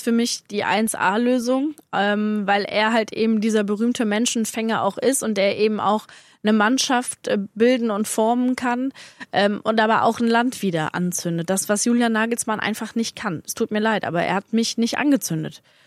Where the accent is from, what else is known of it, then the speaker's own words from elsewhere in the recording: Germany; ich bin halt an der Grenze groß geworden, ne?